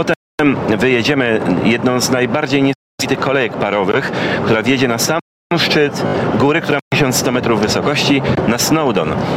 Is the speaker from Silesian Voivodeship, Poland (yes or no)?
yes; Silesian Voivodeship, Poland; Ja sam jestem Ślązakiem i zawsze bardzo cieszę się na spotkanie z nimi, bo zawsze moja znajomość tej mowy moich przodków jeszcze polepszona.